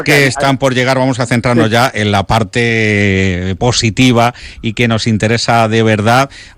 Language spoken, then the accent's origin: Spanish; Alcázar de San Juan, Castilla-La Mancha, Spain; yo os hablo como alcazareño